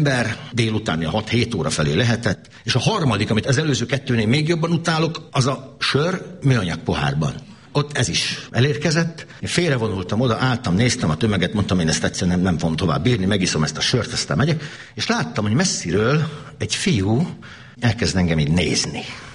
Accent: Esztergom, Komárom-Esztergom, Hungary; born there; also born or lived in Zalaegerszeg / Kecskemét; now in Miskolc, Hungary; mert én ugye Esztergomban születtem, az egy jóval kisebb város, mint Miskolc, aztán az Zalaegerszegen, Kecskeméten dolgoztam

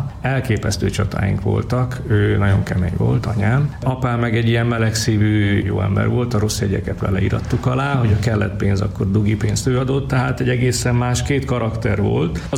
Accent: Gödöllő, Pest, Hungary; also born or lived in Kartal / Aszód; now in Debrecen, Hungary; én azért születtem Gödöllő, mert ott építkeztek édesapámék, és így nem Kartalon, hanem ugyanabban a 15 kilométeres körzetben, ugye édesanyám aszódi, tehát nekem galgamentiek a gyökereim, ott nőttem föl.

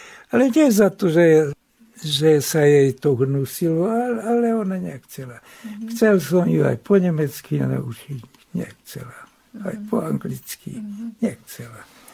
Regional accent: Szarvas, Békés, Hungary; Tak som jej to povedal, že som Sarvašan.

